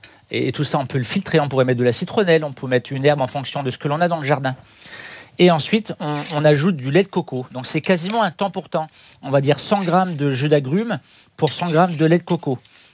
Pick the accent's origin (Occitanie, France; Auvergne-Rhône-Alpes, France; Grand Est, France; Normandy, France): Auvergne-Rhône-Alpes, France; Je suis originaire d'Auvergne